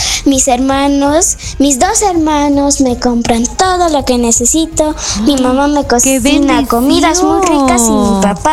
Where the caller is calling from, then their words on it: Andahuaylas, Apurímac, Peru; de Estandahuaylas.